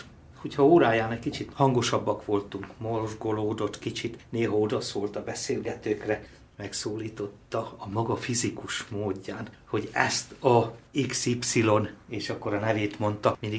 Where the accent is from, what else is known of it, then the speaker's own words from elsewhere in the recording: Pápa, Veszprém County, Hungary; Ha csak tehettem, itt voltam pápán. Pápán születtem, azóta is itt élek.